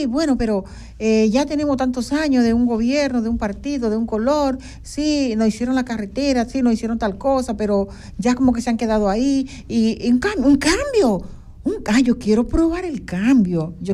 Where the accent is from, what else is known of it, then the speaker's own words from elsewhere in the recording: Dominican Republic; La República Dominicana, necesitamos que bien nos gobiernen